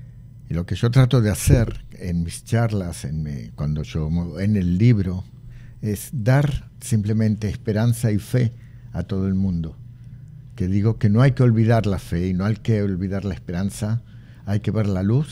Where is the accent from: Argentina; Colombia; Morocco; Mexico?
Argentina; ¿Y qué respondimos? Argentinos, argentinos